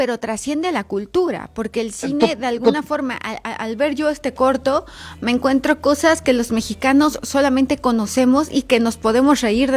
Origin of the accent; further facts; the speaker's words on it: Mexico; Bueno, pero soy mexicana, segura de que hacemos algo